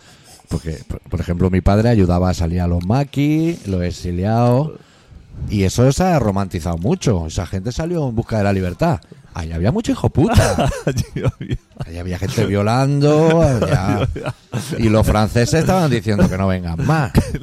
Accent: Region of Murcia, Spain; prefiero antes murciano, mi pueblo, que ceutí.

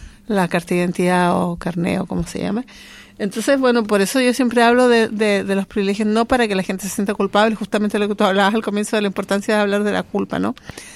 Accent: Chile; now in Spain; llevaba como 20 años viajando como chilena por el mundo

